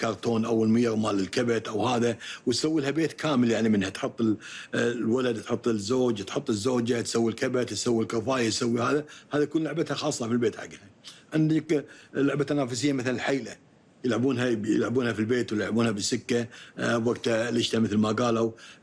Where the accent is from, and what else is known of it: Kuwait